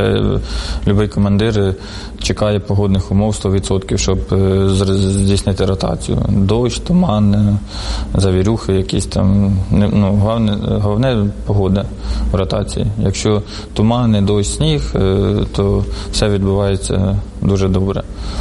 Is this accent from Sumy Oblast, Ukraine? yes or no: yes; Sumy, Sumy Oblast, Ukraine; Із Сумщини, з Суми.